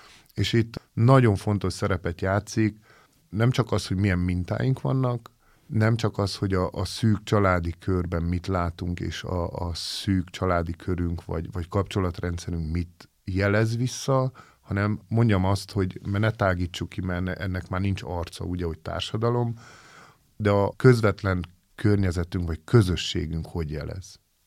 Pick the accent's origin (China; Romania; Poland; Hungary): Romania; Transylvania; itt erdélyi magyarként